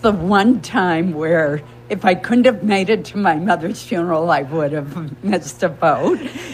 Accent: Caribou, Maine, United States; I was born in Caribou, and that makes me a county girl, and once a county girl, always a county girl.

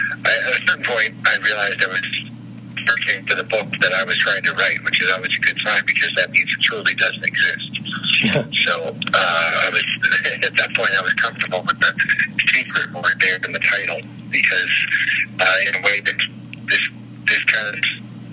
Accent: Boston, Massachusetts, United States; like you said, I'm here from Boston

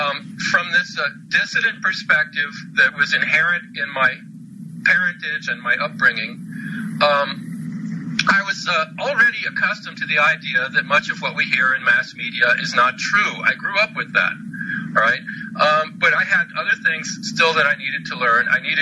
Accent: the South, United States; I, as a Southerner

